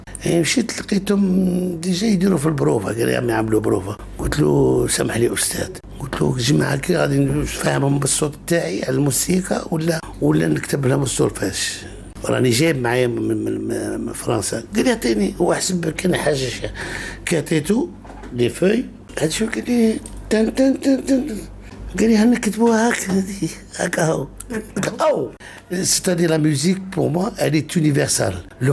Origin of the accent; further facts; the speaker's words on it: Algeria; Moi, j'ai souffert pour instaurer déjà cette musique chez moi, en Algérie.